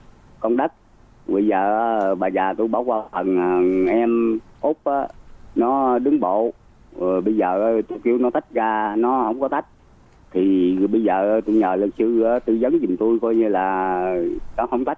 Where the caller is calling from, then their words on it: Đồng Tháp, Vietnam; Dạ, tôi ở Đồng Tháp.